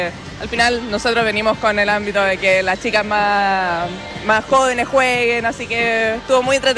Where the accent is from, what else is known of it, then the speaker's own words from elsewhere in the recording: Angol, Araucanía, Chile; yo soy de Angol.